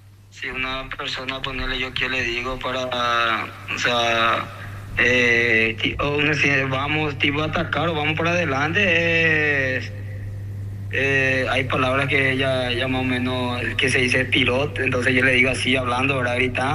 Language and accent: Spanish; Paraguay; moved away as an adult; vengo de Paraguay, que soy sudamericano